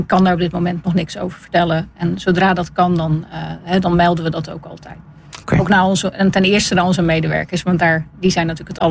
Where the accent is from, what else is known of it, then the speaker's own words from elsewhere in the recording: Goes, Zeeland, Netherlands; born there; Geboren in Goes, ja.